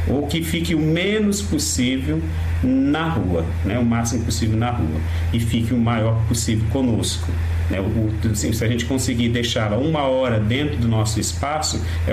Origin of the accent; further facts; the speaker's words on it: São Paulo, Brazil; Eu sou de São Paulo, tem hora que eu falo sinal ou semáforo, né?